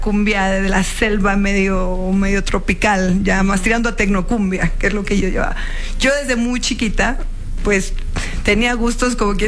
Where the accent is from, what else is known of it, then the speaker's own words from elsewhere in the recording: Mexico; now in Miami, United States; Pues sí, me fui de México.